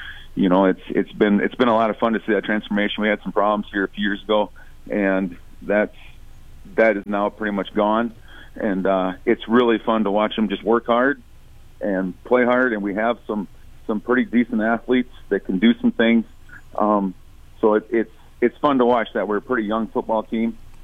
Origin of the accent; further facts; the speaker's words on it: Garretson, South Dakota, United States; moved away as an adult; also born or lived in Pipestone, Minnesota; I'm originally from Garrettson.